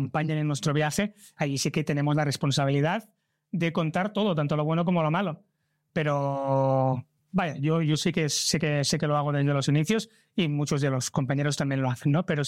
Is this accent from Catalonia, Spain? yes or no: yes; Barcelona, Catalonia, Spain; yo vengo de Barcelona